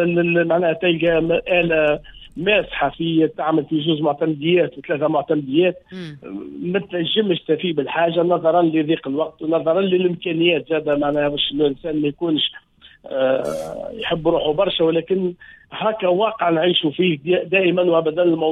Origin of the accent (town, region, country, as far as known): Tunisia